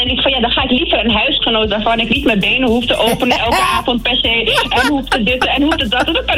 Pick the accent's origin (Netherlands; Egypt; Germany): Egypt; het is ook de cultuur waar ik ben opgegroeid. Ik ben Egyptisch.